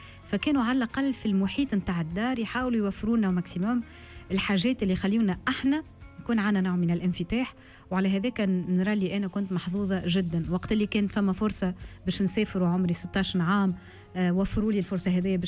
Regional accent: Kairouan, Kairouan Governorate, Tunisia; أصيلة القيروان، مولودة في القيروان.

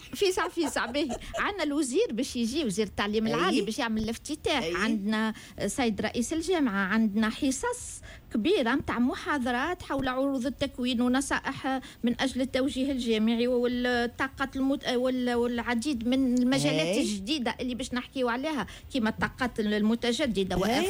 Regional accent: Tunisia; احنا عندنا في تونس

